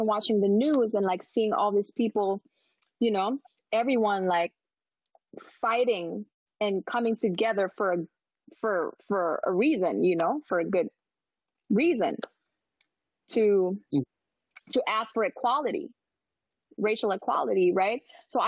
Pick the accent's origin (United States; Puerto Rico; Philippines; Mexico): Philippines; you know, how is it like growing up in the Philippines, being a Black girl, being different? You know, I was like, it was hard.